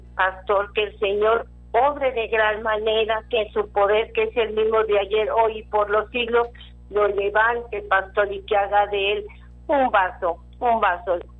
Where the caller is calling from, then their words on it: Reynosa, Tamaulipas, Mexico; De Reynosa, Tamaulipas.